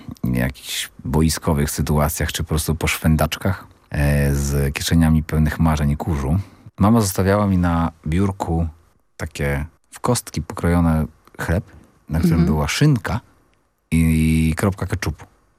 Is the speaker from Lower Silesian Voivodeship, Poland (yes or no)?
yes; Przemków, Lower Silesian Voivodeship, Poland; moved away; To jest moje rodzinne miasto i mój rodzinny dom